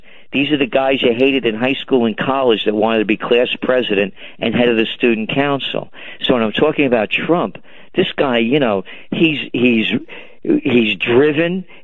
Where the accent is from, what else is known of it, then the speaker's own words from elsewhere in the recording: New York, United States; I'm a New Yorker too